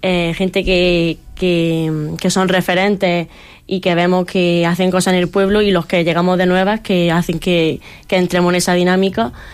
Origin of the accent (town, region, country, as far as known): Baza, Andalusia, Spain; born or raised there